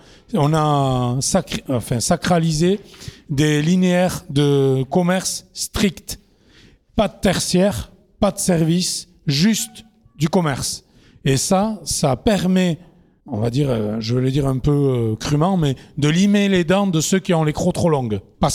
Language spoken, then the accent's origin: French; Nouvelle-Aquitaine, France